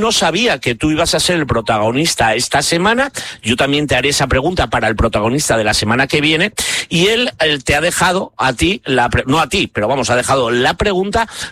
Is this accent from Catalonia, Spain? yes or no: no; Gijón, Asturias, Spain; Tengo que barrer para casa, Marc, que yo soy de Gijón, soy del Sporting y yo te tengo que preguntar por mi paisano